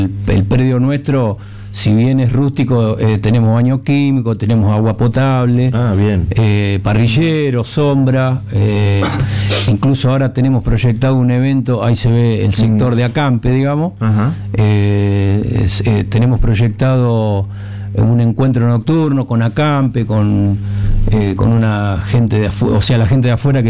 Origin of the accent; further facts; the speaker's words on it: Casilda, Santa Fe, Argentina; Pero la mayoría de los integrantes somos de Casilda